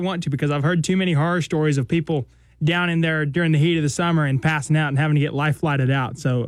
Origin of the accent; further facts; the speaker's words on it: Pampa, Texas, United States; I am from Pampa, Texas, USA.